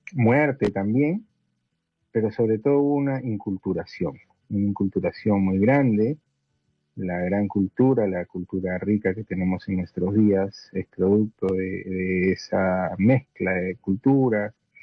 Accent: Peru; es una cultura peruana, obviamente. Ya no somos españoles, ¿no?

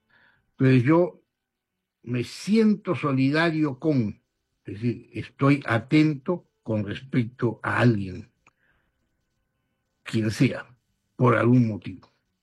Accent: Peru; Somos peruanos

